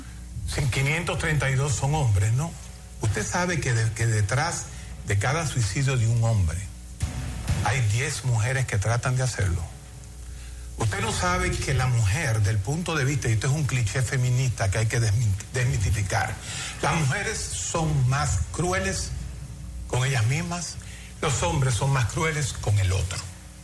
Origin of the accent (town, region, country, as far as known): Dominican Republic